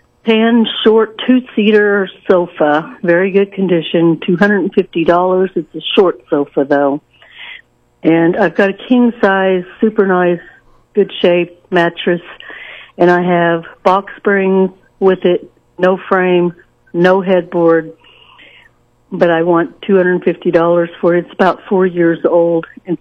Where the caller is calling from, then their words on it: Sedalia, Missouri, United States; I'm calling from Sedalia, Missouri.